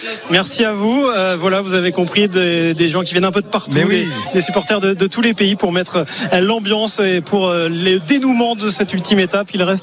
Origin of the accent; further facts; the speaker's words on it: Nice, Provence-Alpes-Côte d'Azur, France; Je suis... Ouais, je suis de Nice, effectivement